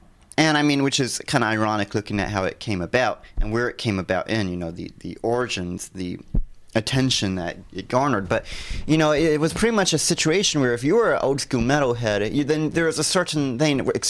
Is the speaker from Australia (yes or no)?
no; United States; Now, these guys, Carolinians, like us.